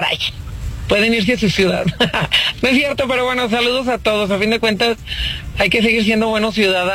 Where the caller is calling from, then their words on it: Aguascalientes, Mexico; los que somos de Aguascalientes